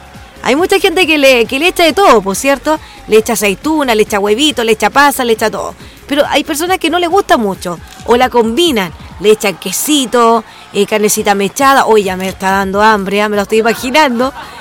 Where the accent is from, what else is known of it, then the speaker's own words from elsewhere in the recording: Chile; Y las fiestas patrias también significan bastante para nosotros como chilenos.